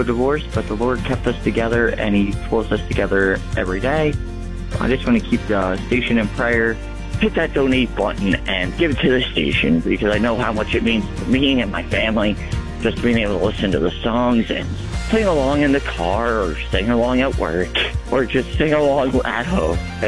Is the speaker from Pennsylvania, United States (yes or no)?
yes; Reading, Pennsylvania, United States; I'm from Reading, Pennsylvania.